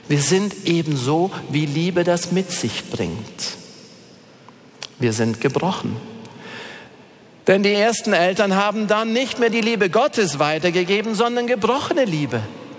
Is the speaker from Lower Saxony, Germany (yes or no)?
no; Bavaria, Germany; Und wenn du irgendwo hier in Bayern, ich komme aus dem Allgäu, gehst du ins Allgäu